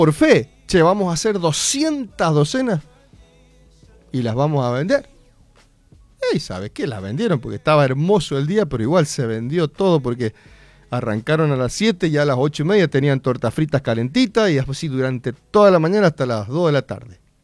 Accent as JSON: {"language": "Spanish", "region": "Mendoza", "country": "Argentina", "accent": "cuyano", "said": "Mis hijas me retan, no es pollo, papá, si vos sos mendocino."}